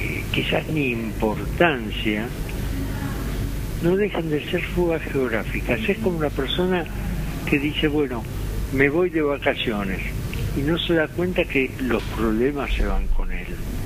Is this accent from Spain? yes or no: no; Argentina; yo me crié en el Delta.